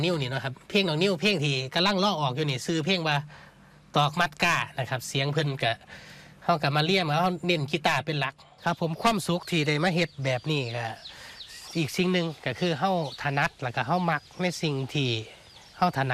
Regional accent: Isan, Thailand; ลูกหลานอีสานบ้านเฮา

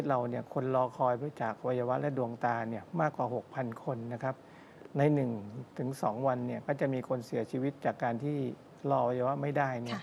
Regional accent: Nakhon Si Thammarat, Thailand; ผมภูมิใจที่เป็นคนนครศรีธรรมราชได้เกิดมาอยู่ในบ้านครับ

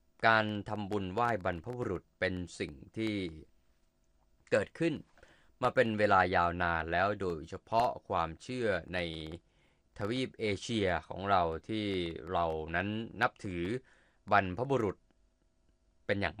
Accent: Central Thailand, Thailand; แต่ผมเนี่ยในฐานะที่เป็นคนภาคกลางเราก็ได้ยินมานานนะประเพณีศาสตร์เดือน10

